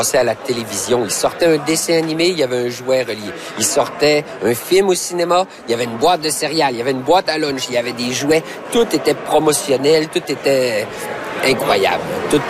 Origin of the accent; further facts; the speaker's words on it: Chicoutimi, Quebec, Canada; now in Saint-Raymond, Canada; Moi, j'ai 45 ans. Je suis originaire de Chicoutimi, au Saguenay-Lac-Saint-Jean. Je reste entre Québec et Trois-Rivières, à Saint-Raymond-de-Portneuf.